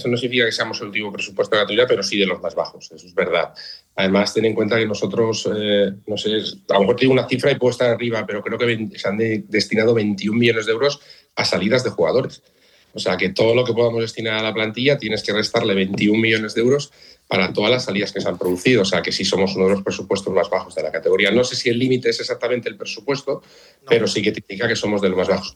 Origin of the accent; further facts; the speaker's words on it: Altea, Valencian Community, Spain; now in Seville, Spain; he podido disfrutar de las fiestas de mi pueblo